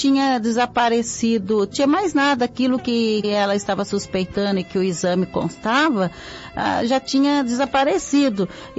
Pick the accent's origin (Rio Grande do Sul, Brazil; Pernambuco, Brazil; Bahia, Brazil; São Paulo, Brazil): São Paulo, Brazil; São José dos Campos; sou de São José dos Campos.